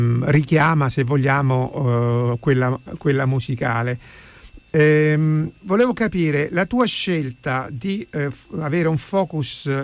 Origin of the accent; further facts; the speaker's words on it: Rome, Lazio, Italy; per me che sono romano